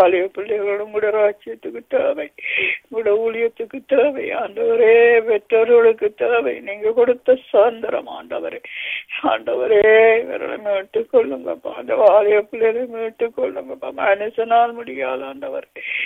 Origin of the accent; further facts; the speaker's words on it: Sri Lanka; இலங்கை தேசத்துக்காக வேண்டிக் கொள்வோம். நாங்கள் பிறந்து வளர்ந்த தேசம்